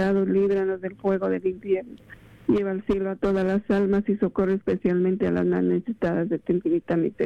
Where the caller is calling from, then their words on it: California, United States; Yo soy de California.